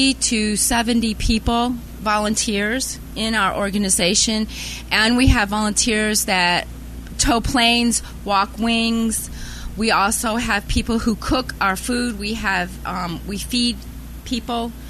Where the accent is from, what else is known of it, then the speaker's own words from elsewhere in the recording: St. Augustine, Florida, United States; I'm from St. Augustine, Florida.